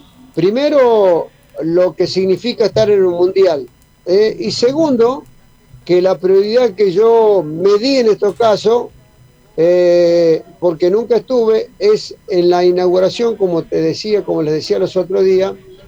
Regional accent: Tucumán, Argentina; así somos los tucumanos

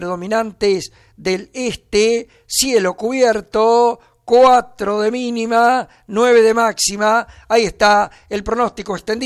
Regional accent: Argentina

